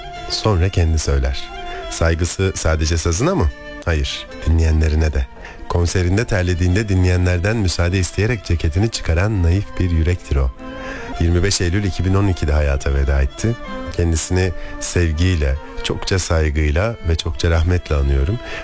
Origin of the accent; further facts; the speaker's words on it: Kırşehir, Turkey; Bir Kırşehirli olarak gurur sebebimizdir